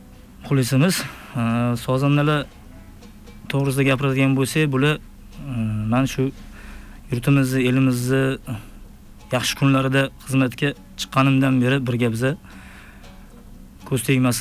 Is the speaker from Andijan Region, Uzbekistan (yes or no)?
no; Parkent, Tashkent Region, Uzbekistan; Men shu Parkent tumani, Toshkent viloyati Parkent tumani Zarkent qishlog'ida tug'ilib o'sganman.